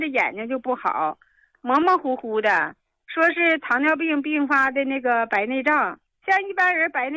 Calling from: Harbin, Heilongjiang, China; 我家是哈尔滨的，今年吧59了。

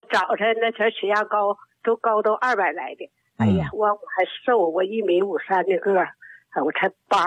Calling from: Shenyang, Liaoning, China; 我是沈阳的。

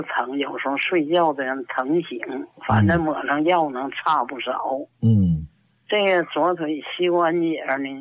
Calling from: Shenyang, Liaoning, China; 我是沈阳的听众。我今年79岁。

